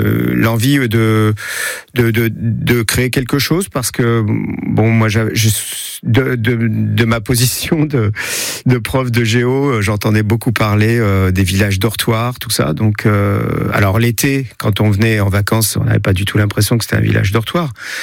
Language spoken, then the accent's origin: French; Paris, Île-de-France, France; moved away as an adult; now in Saint-Césaire-de-Gauzignan, France; je viens de Paris, j'ai passé 40 ans à Paris, j'étais prof d'histoire géo à Paris et je suis devenu prof d'histoire géo dans le Gard. On est arrivé en 2011, donc ça fait 15 ans.